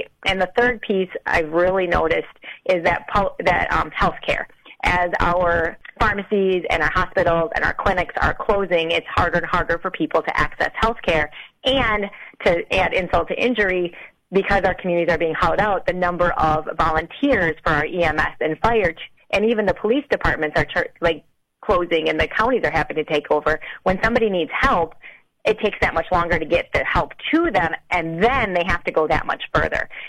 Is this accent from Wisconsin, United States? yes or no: yes; Marshall, Wisconsin, United States; So my background is I grew up in Marshall. I was the oldest of two children. My dad farmed.